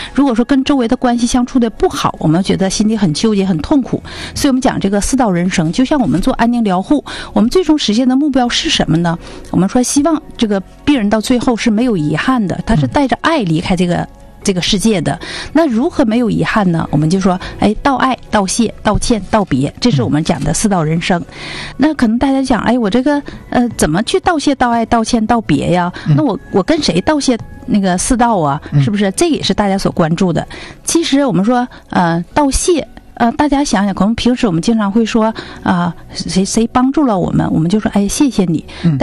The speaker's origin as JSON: {"language": "Chinese", "country": "China", "said": "我们中国人"}